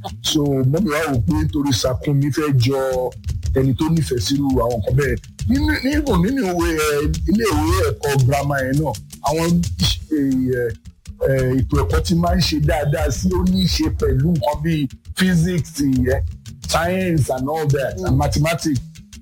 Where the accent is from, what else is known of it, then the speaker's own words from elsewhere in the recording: Ibadan, Oyo, Nigeria; Ọmọ Ìbàdàn bí mi ni Ìbàdàn bí la bí mi sí.